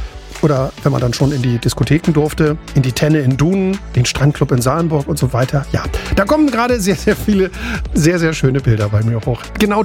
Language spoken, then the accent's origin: German; Cuxhaven, Lower Saxony, Germany; ich bin in Cuxhaven aufgewachsen